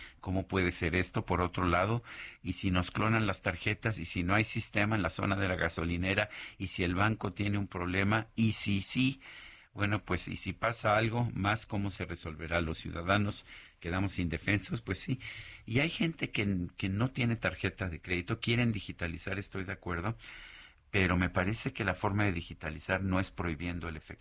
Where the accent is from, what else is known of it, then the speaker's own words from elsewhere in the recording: Mexico; le digo que soy de México